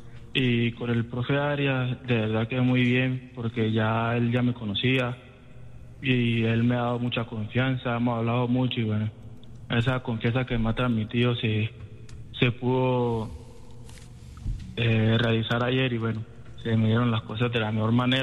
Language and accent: Spanish; Apartadó, Antioquia, Colombia; Yo soy de Apartado, Antioquia.